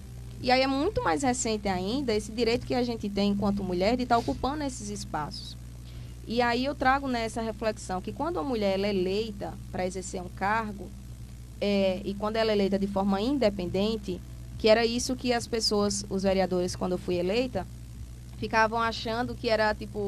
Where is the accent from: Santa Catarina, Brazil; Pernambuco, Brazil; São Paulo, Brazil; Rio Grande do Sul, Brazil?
Pernambuco, Brazil; Toritama; Eu sou filha de dois costureiros, Aninha e Missinha, venho aqui do Polo de Confecções, eu não venho de berço de ouro e nem de nenhuma família política. Eu venho da força das pessoas trabalhadoras aqui da nossa cidade.